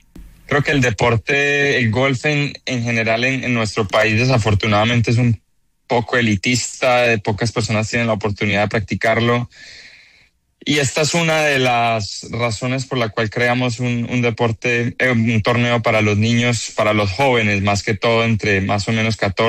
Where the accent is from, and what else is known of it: Colombia